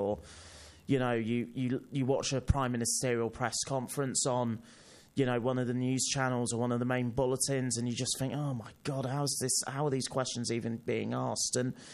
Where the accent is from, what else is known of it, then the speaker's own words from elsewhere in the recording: United Kingdom; moved away as an adult; now in Sydney, Australia; So I have, as you can tell by my accent, I'm not from Australia, I'm from the UK. I came here in 2022 to do a Master of Media Practice at the University of Sydney.